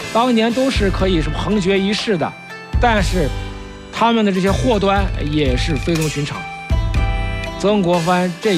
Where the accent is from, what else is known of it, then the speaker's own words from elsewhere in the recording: China; 当前我们中国人同样面临着世界百年未有之大变局